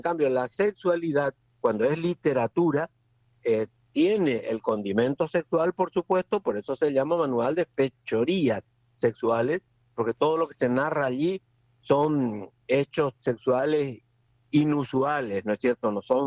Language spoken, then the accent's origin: Spanish; Corrientes, Argentina; now in Buenos Aires, Argentina; yo, que soy correntino, pero también vivo en Buenos Aires.